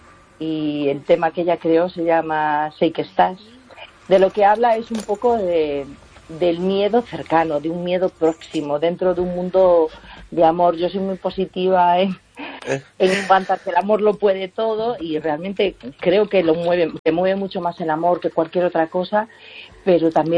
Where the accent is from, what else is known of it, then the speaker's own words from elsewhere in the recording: Galicia, Spain; Yo digo, bueno, los que somos muy gallegos, ¿no?